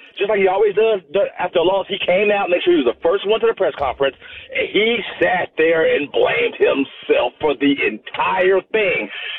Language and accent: English; Atlanta, Georgia, United States; you know I'm being honest here because I'm from Atlanta.